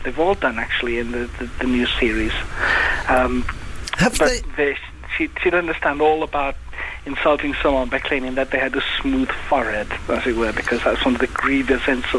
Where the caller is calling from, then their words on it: Wales, United Kingdom; It's actually North Wales.